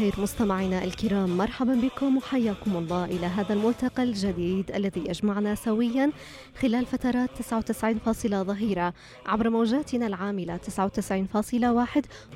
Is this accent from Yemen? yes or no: yes; Yemen; نحن كمجتمع يمني